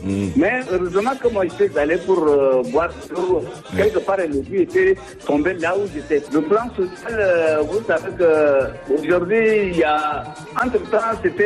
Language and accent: French; Chad; Il faudrait qu'ils comprennent que nous sommes tous des Tchadiens.